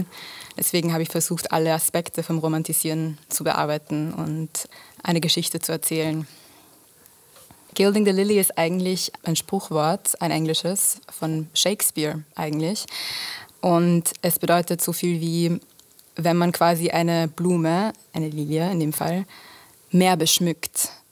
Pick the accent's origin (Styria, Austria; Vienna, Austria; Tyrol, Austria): Vienna, Austria; Nein, ich bin in Wien aufgewachsen. Ich bin halb Italienerin, halb Australierin, aber eigentlich Wienerin im Herzen.